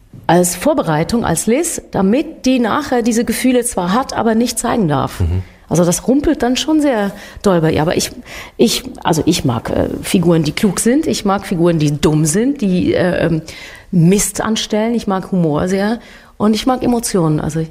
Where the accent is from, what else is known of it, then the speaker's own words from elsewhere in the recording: Switzerland; es auch bei uns in der Schweiz jetzt gerade, blase ich mich gerne mal auf, weil wir Schweizer sind ja sonst so bescheiden und sagen immer, ja.